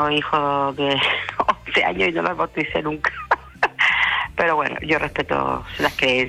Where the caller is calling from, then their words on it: Canary Islands, Spain; Soy de Gran Canaria